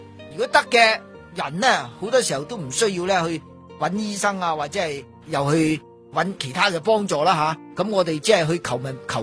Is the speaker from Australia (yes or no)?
no; China; 咁咧你睇到我哋中国人都有吓呢、這个咩四大金刚啊